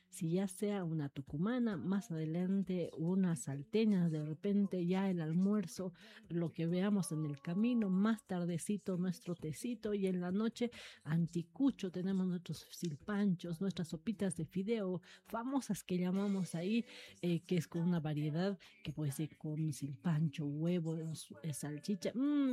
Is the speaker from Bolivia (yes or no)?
yes; La Paz, Bolivia; yo desde pequeña personalmente puedo ver, podía ver que desde muy tempranito las casas ponían las banderas de La Paz.